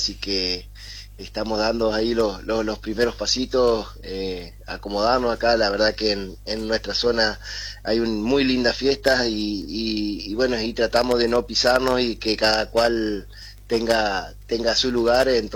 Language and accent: Spanish; Chajarí, Entre Ríos, Argentina; yo soy nacido y criado acá en Chajarí, en el barrio donde lleva el nombre de nuestro club San Clemente, y he pasado toda mi vida aquí.